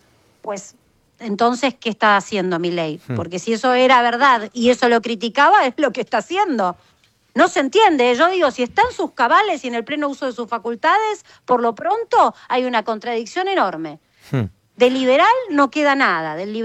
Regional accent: Argentina

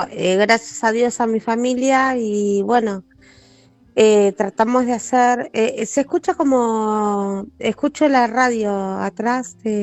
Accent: Recoleta, Buenos Aires, Argentina

